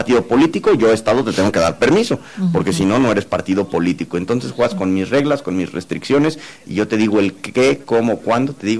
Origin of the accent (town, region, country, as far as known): Mexico